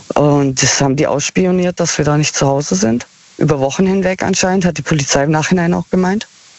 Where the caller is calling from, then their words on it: Heilbronn, Baden-Württemberg, Germany; Aus Heilbronn.